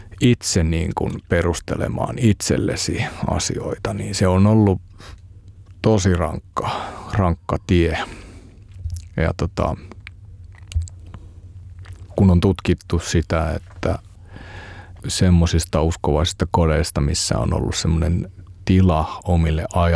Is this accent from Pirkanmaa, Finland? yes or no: no; Raahe, North Ostrobothnia, Finland; Raahe on mun kotipaikka siinä mielessä, että vanhemmat asuu siellä edelleenkin.